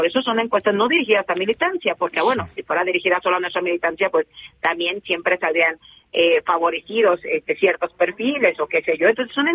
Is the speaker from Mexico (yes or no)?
yes; Michoacán, Mexico; Imagínate, Héctor, yo soy de Michoacán, entonces también traigo todo el radar de lo que pasa en mi estado